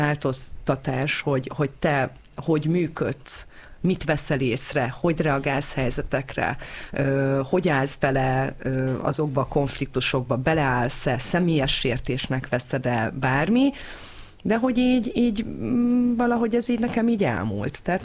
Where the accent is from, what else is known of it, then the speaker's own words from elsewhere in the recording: Hungary; Nagyon magyar vagyok